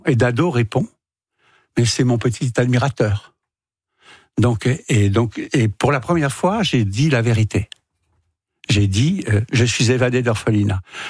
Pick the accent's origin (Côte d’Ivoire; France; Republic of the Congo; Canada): France; Centre-Val de Loire; Donc il y a une partie sur l'enfance que j'ai vécue, où j'ai été élevé en Berry, placé par la DAS.